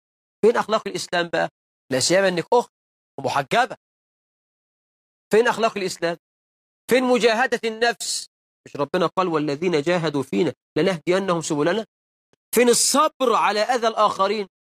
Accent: Egypt; أنا كمصري

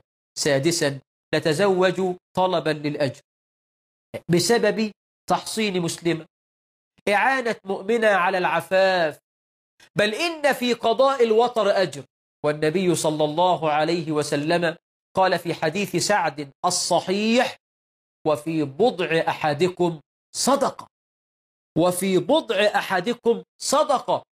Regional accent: Egypt; عندنا في مصر

